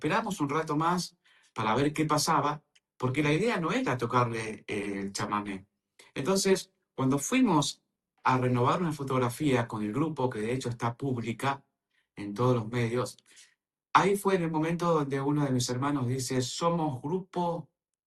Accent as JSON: {"language": "Spanish", "country": "Argentina", "said": "fuimos como todo argentino"}